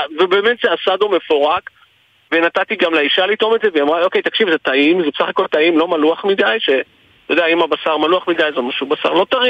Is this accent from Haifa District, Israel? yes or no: no; Givatayim, Tel Aviv District, Israel; יש בדרום גבעתיים מרכז מסחרי. אני גדלתי בדרום גבעתיים. את שנות הילדות שלי והנערות שלי עברתי שם, את קצה שנות הנערות שלי עברתי שם.